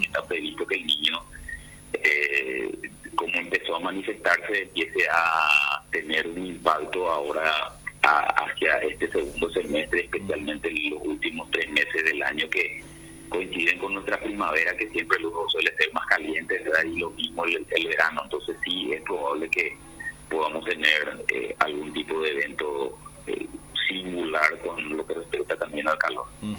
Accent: Paraguay; Como paraguayo, en todo caso, para ir a festejar después en los lugares de festejo

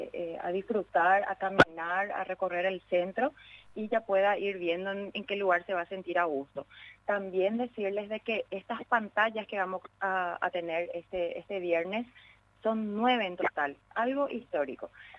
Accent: Paraguay

